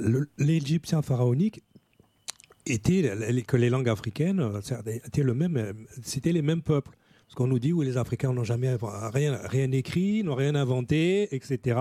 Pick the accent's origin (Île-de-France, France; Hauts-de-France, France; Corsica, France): Île-de-France, France; Paris; born there; mon sang est bassa, ignolé, mebigno, inpoulassi, je suis né à Paris, en France, Mbengue.